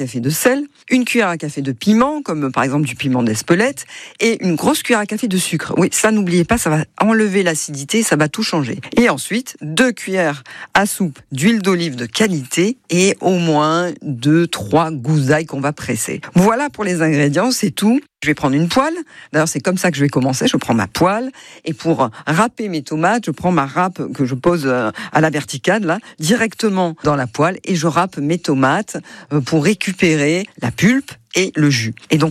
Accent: Provence-Alpes-Côte d'Azur, France

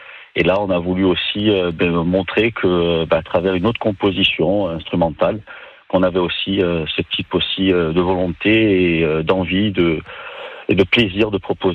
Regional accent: Corsica, France; on va jouer aussi chez nous, en Corse.

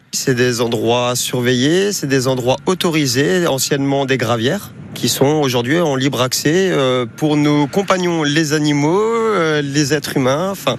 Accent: Strasbourg, Grand Est, France; pour moi c'est le plan d'eau en Allemagne en tant que Strasbourgeois où il faut s'y rendre.

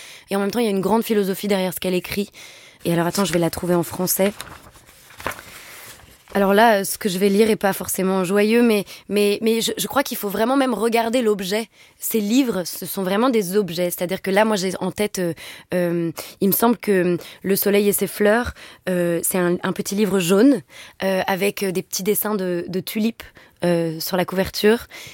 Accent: France; born there; moi je suis née en France, mais ça a été une terre d'asile pour tous mes grands-parents.

